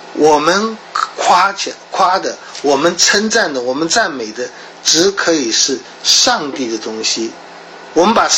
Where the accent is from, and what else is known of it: China